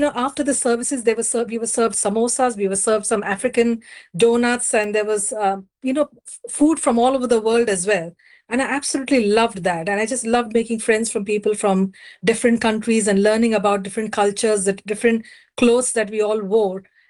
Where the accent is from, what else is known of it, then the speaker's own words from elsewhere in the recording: Mumbai, Maharashtra, India; now in Slough, United Kingdom; So I was born and raised in Mumbai in a Catholic family, and I went to a convent school.